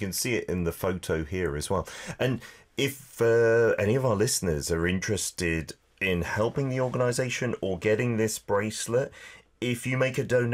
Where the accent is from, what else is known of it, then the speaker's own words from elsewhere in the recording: United Kingdom; But even thinking back to my home country of the UK, where you spent a bit of time and you studied